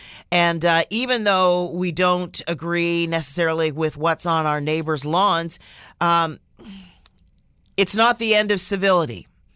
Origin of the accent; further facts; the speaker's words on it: Canada